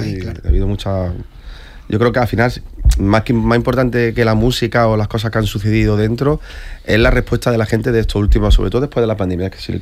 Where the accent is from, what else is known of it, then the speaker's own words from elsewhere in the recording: Córdoba, Andalusia, Spain; moved away; yo soy de Córdoba, natural de Córdoba, aunque llevo aquí más de 20 años viviendo